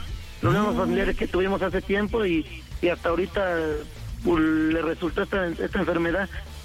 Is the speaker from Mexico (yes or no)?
yes; Acatlán de Osorio, Puebla, Mexico; born there; also born or lived in State of Mexico; now in Ixtapaluca, Mexico; Yo nací aquí en México, ajá, en el estado, pero de niño, pues ya sabes, por las situaciones que pasan entre la familia, me tuve que ir a vivir a Puebla.